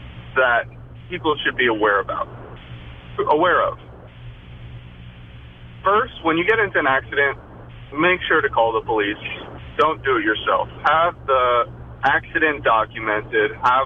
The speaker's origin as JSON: {"language": "English", "town": "Stuart", "region": "Florida", "country": "United States", "tie": "born or raised there", "said": "I grew up here. I grew up in Stuart, Palm City."}